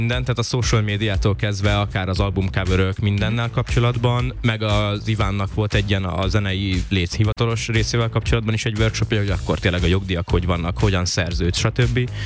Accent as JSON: {"language": "Hungarian", "country": "Hungary", "said": "valami Balatonhoz kötődőt, mivel mind a ketten onnan származunk"}